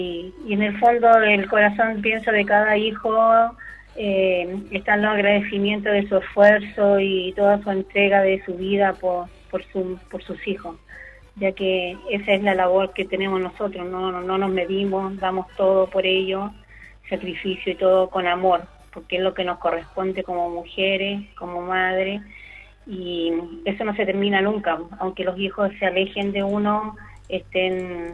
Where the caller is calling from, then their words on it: Calle Larga, Valparaíso, Chile; De acá, de Calle Larga.